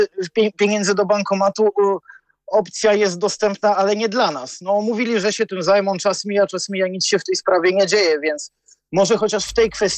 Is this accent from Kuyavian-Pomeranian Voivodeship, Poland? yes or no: yes; Bydgoszcz, Kuyavian-Pomeranian Voivodeship, Poland; u nas w Bydgoszczy